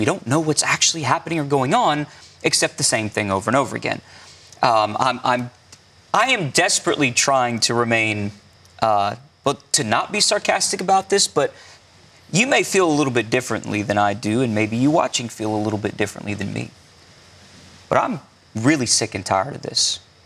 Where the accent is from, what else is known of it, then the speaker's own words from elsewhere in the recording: United States; as an American citizen, as a Christian.